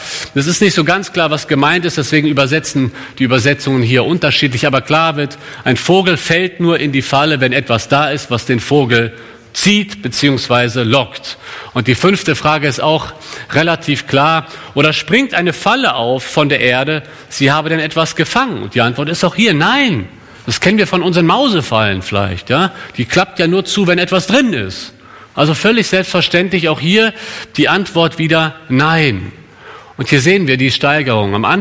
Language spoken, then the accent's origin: German; Germany; Bei uns in Köln gibt es ein gutes Straßenbahnsystem, wie sicherlich hier auch. Und wenn man in der Endstation einsteigt, also das ist dann ja auch in die andere Richtung die erste Station, ist die Bahn noch völlig leer. Und wir Deutschen